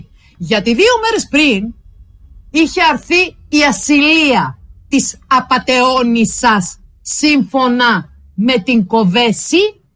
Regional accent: Thessaloniki, Central Macedonia, Greece; moved away as an adult; Στην πατρίδα μου, τη Θεσσαλονίκη

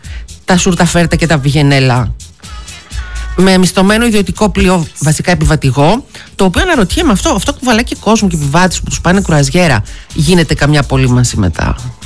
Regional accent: Greece

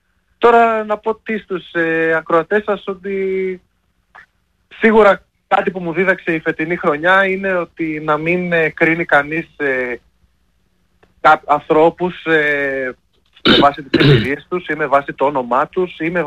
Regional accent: Kavala, Eastern Macedonia and Thrace, Greece; Εγώ από μια τρέλα της στιγμής ήρθα σε αυτήν την ομάδα, καθώς κατάγομαι από την Καβάλα και ήμουν στη φάση του να μείνω να φύγω από την Καβάλα.

